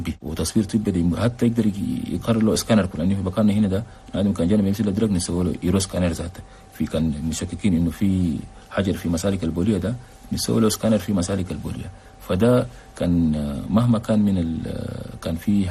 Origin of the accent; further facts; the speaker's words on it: Chad; هسه ما ده بس عندنا في تشاد ده النظام السائد ده يعني يدير له شيء تغيير